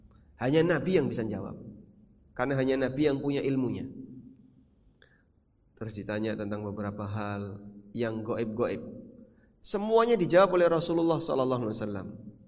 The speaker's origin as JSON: {"language": "Indonesian", "town": "Lamongan", "region": "East Java", "country": "Indonesia", "tie": "born or raised there", "lives_now": "Yogyakarta, Indonesia", "said": "Saya yang aslinya dari Lamongan sampai SMA lulus belum pernah ketemu ada budaya padusan menjelang tanggal 1 Ramadan."}